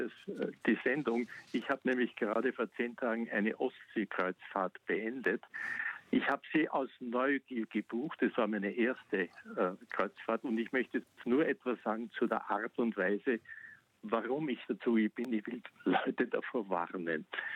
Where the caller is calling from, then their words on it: Austria; für mich als Österreicher